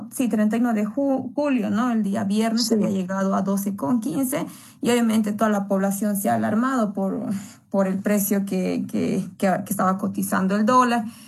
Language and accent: Spanish; Bolivia; Entonces, somos los bolivianos los que estamos pagando.